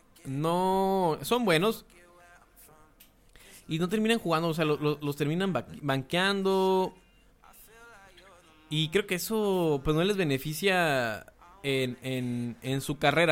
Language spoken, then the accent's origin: Spanish; Mexico